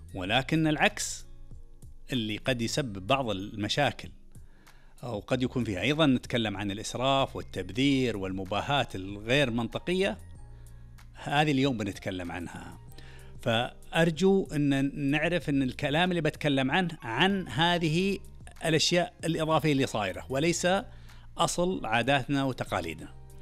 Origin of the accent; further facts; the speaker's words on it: Saudi Arabia; احنا نفخر بعاداتنا كسعوديين محافظين على ديننا وعلى وطننا وعلى قيمنا